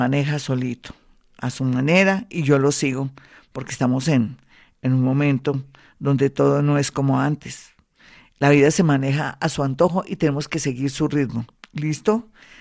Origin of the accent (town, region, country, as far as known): Colombia